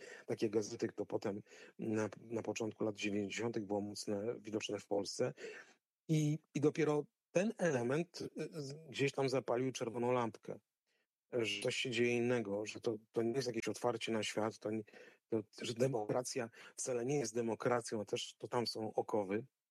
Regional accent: Szczytno, Warmian-Masurian Voivodeship, Poland; ja wychowywałem się na osiedlu, gdzie mieszkały rodziny oficerskie w Szczytnie, pilotów z Lipowca, z jednostki wojskowej, a jednocześnie było sporo rodzin milicyjnych, bo też była szkoła milicyjna

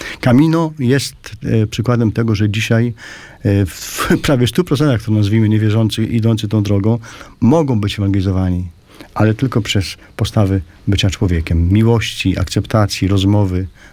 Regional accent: Łomża, Podlaskie Voivodeship, Poland; U nas w Łomży

